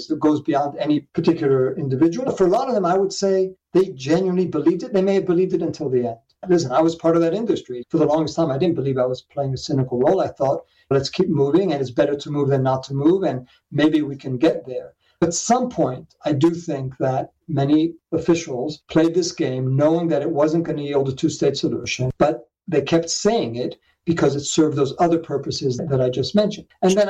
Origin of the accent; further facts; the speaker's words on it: United States; I'm an American official